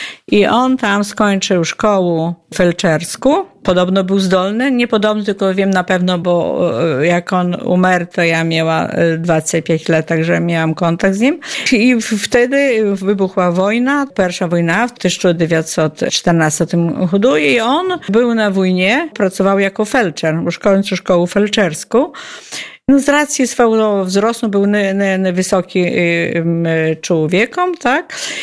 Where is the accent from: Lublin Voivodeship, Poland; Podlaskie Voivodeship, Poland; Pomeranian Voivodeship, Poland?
Podlaskie Voivodeship, Poland; Szerszenie; now in Siemiatycze, Poland; Ja się urodziłam w Szerszeniach. To jest 7 kilometrów od Siemiatycz. Mieszkam teraz w Siemiatyczach